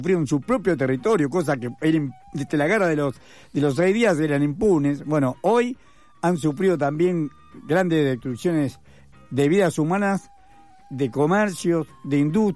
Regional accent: Argentina; yo también soy argentino

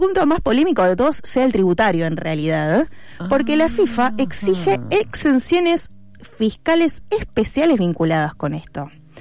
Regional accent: Argentina; nosotros como ciudadanos argentinos

